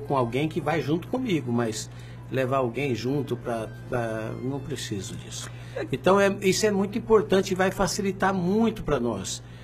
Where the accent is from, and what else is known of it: Araguaia region, Brazil